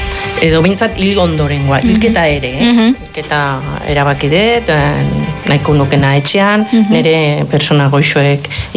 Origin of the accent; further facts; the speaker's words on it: Aldaba, Basque Country, Spain; gero ni Aldaban jaioa naiz, Aldaban bizitun izan 14 urte.